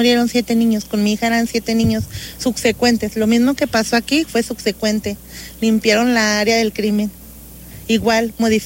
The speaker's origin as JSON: {"language": "Spanish", "town": "Torreón", "region": "Coahuila", "country": "Mexico", "said": "yo vengo de la ciudad de Torreón"}